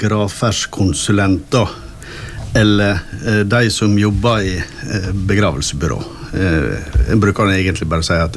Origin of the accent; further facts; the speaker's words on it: Eid, Vestland, Norway; jeg vokste jo opp på Eid, så det var jo på Eid vi drev da, i de dager.